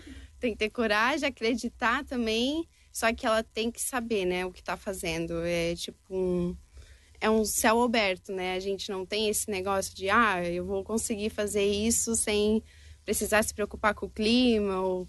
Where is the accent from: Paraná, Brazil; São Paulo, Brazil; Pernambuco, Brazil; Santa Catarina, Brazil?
Pernambuco, Brazil; Petrolândia; eu tenho 28 anos, sou do município de Petrolândia.